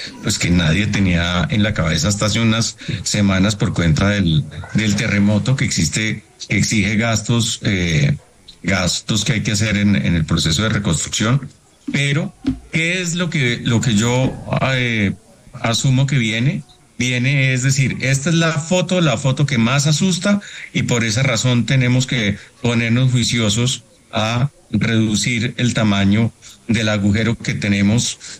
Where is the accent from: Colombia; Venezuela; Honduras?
Colombia; somos todos los colombianos